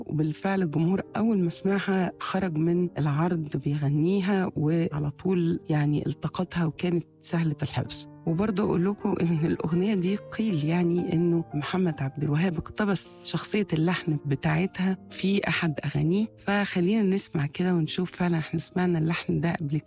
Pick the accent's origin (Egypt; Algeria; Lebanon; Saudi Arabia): Egypt; فإحنا كمصريين أول أوبرا نسمعها كده بشكل متكامل في دار الأوبرا في القرن 19 كانت أوبرا ريجولاتو.